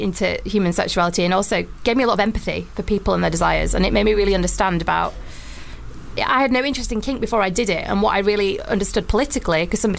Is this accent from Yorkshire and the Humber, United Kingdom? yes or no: yes; Wakefield, Yorkshire and the Humber, United Kingdom; I'm from Wakefield. Okay. Yeah, Wakey. My accent's changed a little bit.